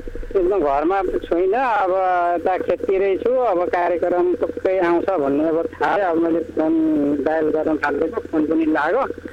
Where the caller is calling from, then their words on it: Koshi Province, Nepal; म यता मोरङबाट